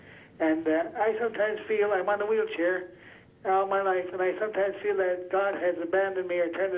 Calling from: Pennsylvania, United States; I'm calling from Asheville, Pennsylvania.

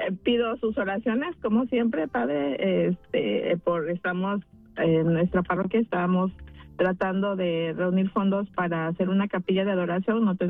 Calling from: Inglewood, California, United States; reina de Inglewood.

